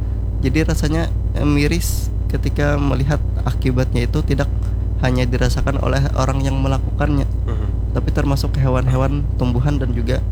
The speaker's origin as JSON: {"language": "Indonesian", "area": "Banjar", "region": "South Kalimantan", "country": "Indonesia", "said": "kita sebagai orang Banjar"}